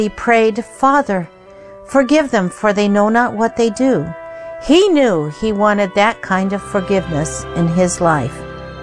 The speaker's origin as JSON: {"language": "English", "town": "Kobe", "region": "Hyogo", "country": "Japan", "tie": "born or raised there"}